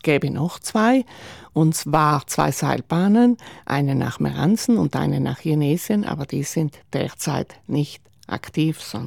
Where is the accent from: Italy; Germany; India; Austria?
Italy; Barbian, Trentino-Alto Adige; Also ich bin aus Barbian